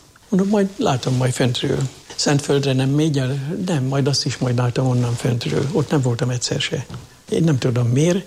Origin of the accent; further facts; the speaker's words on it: Jászárokszállás, Jász-Nagykun-Szolnok, Hungary; moved away; És ami még a szülőhazám idejére visszanyúlik, ott minden első szombaton mondattak szentmisét papi hivatásokért. Na most akkor ezt elmondom. Édesanyám benne volt a tanyai világnak, a gyászárokszállási tanyai körzetnek a Rózsafűzér társulatába.